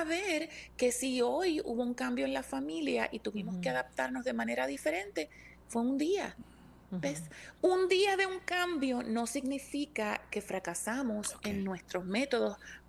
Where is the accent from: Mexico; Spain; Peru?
Mexico; somos mexicanos